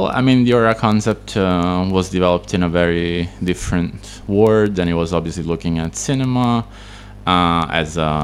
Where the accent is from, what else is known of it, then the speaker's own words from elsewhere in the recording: Southern Italy, Italy; English is a second language; now in Palermo, Italy; I'm also Italian. I live in the other big island in the Mediterranean, in Sicily, and live in the capital, let's say, of the island, Palermo. And I'm originally from another small region of the south, southern Italy